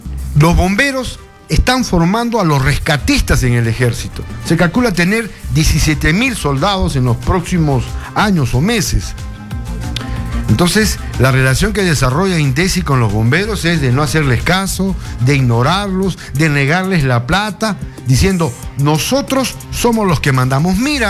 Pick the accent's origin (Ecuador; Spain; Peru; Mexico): Peru; Qué cruel realidad, así somos los peruanos, pues.